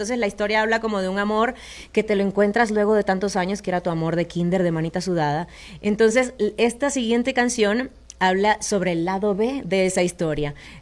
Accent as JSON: {"language": "Spanish", "country": "Venezuela", "said": "Yo, por ejemplo, soy venezolana"}